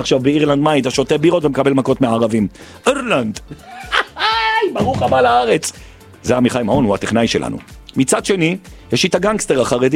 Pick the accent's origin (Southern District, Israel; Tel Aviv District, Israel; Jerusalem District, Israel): Jerusalem District, Israel; Jerusalem; אני לא מגבעת זאב, אני ירושלמי, אבל אני מתארח פה.